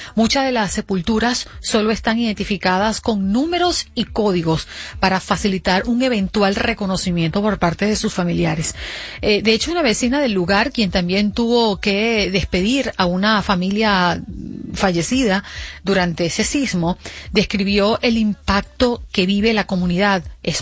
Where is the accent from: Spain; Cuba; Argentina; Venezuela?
Venezuela; vamos a actualizar información de lo que está pasando en mi país